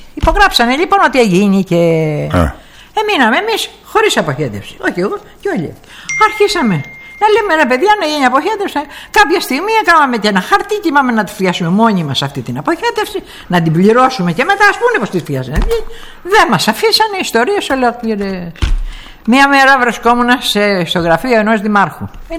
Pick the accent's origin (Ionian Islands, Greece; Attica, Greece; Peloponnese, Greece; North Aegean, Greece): Ionian Islands, Greece; Zakynthos